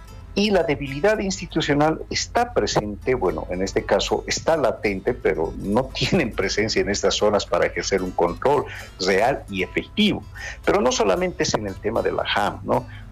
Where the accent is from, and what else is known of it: Bolivia